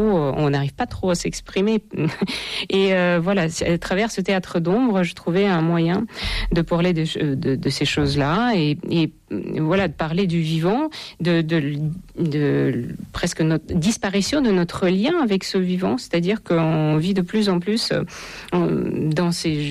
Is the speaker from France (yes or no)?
no; Ukraine; moved away; quand j'étais gamine en Ukraine.